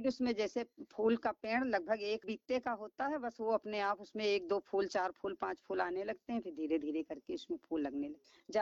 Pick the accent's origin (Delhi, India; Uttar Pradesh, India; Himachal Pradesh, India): Uttar Pradesh, India; Dhineni; मैं ग्राम पंचायत धिनेनी से हूँ। मेरा जिला सीतापुर ब्लॉक बिसवा।